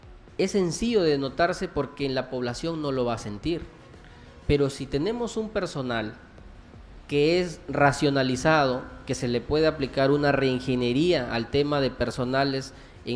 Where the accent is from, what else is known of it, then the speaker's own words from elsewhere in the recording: Santana, Piura, Peru; me lleva a mi pueblo, a Santana, claro, de nuevo prácticamente a radicar continuamente ahí. Yo ahí he nacido y he crecido, pero por motivo de estudio salí a Piura y allá viví 9 años, luego regresé a Santana